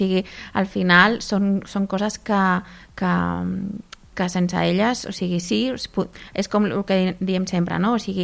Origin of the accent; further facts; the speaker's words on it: Argentina; now in Caldes, Spain; Aquesta perspectiva a nivell de persona de fora, perquè jo sóc de l'Argentina, veure, no?